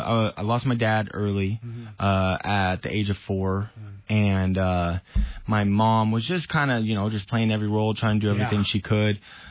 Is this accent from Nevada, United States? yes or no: yes; Las Vegas, Nevada, United States; moved away as an adult; also born or lived in Washington; now in Boise, United States; for 17 years, born and raised in Las Vegas.